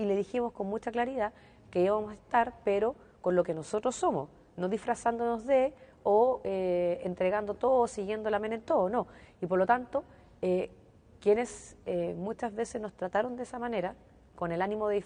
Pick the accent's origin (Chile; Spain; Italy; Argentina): Chile; todos somos parte de Chile